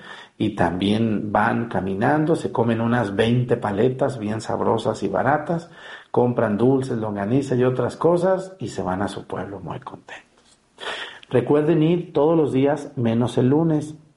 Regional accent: Mexticacán, Jalisco, Mexico; moved away

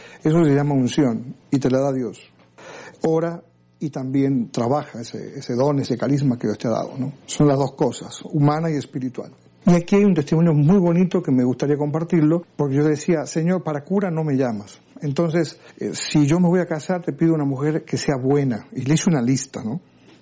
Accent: Argentina; yo provengo de una familia cristiana, yo soy argentino

